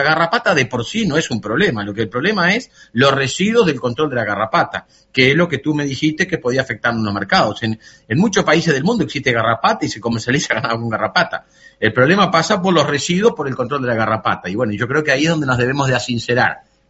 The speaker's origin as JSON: {"language": "Spanish", "country": "Uruguay"}